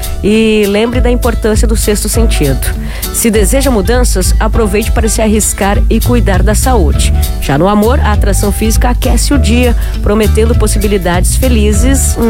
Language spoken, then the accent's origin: Portuguese; Brazil; Somos brasileiros.